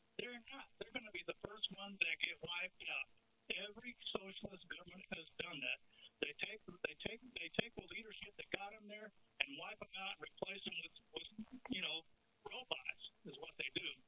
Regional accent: Anthony, Texas, United States; I was raised up there in Anthony, Texas, which is right on the Mexico state line. I've lived in this area all my life, except for a few years out when I was in the Navy.

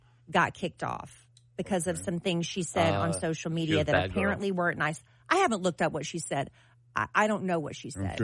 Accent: South Carolina, United States; That's the team I'm rooting for, you know, based on the fact I'm from South Carolina.

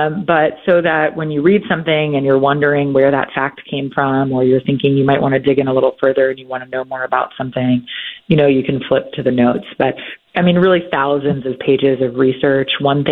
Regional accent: Nashville, Tennessee, United States; I Nashville is my hometown

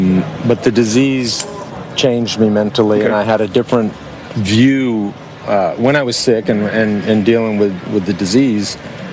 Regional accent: Texas, United States; Yeah, well, I grew up outside of Dallas. And it's the reason I got into endurance sports.

